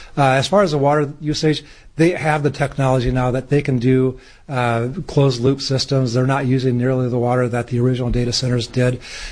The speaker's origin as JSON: {"language": "English", "region": "Iowa", "country": "United States", "tie": "born or raised there", "said": "I grew up in Iowa, and so I stayed there a good portion about."}